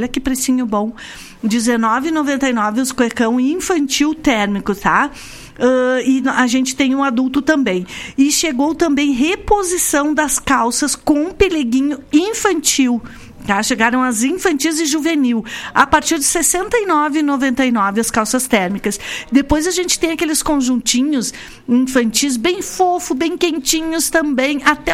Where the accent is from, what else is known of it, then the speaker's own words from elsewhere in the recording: Brazil; A gente é brasileiro